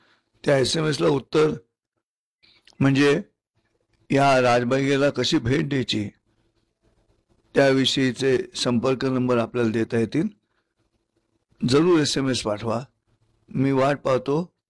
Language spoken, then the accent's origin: Marathi; Pune, Maharashtra, India; आम्ही पुणेकर आहोत.